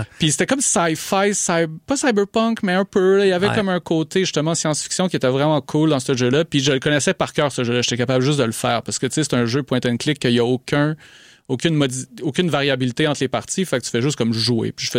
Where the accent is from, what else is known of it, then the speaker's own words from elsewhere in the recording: Montreal, Quebec, Canada; Alors moi, je suis né à Montréal, pur Montréalais. J'ai habité toute ma vie ici.